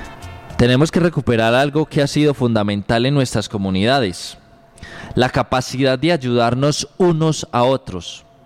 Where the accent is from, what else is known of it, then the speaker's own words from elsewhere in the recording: Antioquia, Colombia; a unirnos como pueblo antioqueño, no solo ayudar a nuestra Antioquia